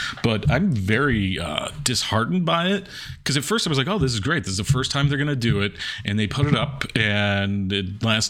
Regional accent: Hilton, New York, United States; He's from Hamlin. I'm from Hilton. I think he went to Brockport schools. But we're both from a very rural area that was very hard to come out in.

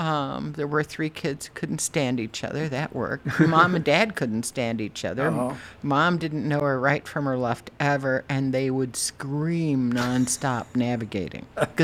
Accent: Grosse Pointe, Michigan, United States; It takes place in my hometown.

